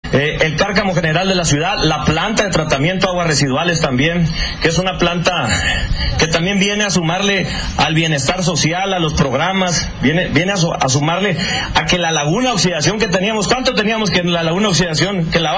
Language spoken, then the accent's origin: Spanish; Puerto Peñasco, Sonora, Mexico; Muy bonito estar aquí enfrente de tantos amigos, mi pueblo, ¿no? El pueblo de Puerto Peñasco, y se siente muy bonito, de verdad.